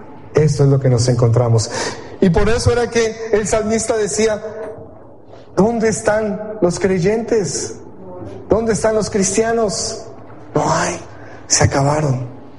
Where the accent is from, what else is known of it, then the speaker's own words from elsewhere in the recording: United States; y yo soy norteamericano, les voy a mostrar mi pasaporte